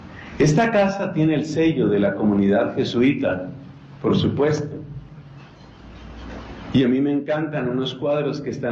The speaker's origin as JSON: {"language": "Spanish", "country": "Colombia"}